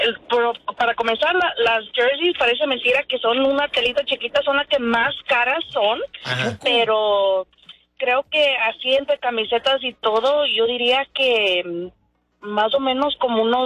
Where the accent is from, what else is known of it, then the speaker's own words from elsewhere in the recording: Ecuador; mi esposo es de México, o tiene la camiseta de México, yo soy de Ecuador, tiene la camiseta de Ecuador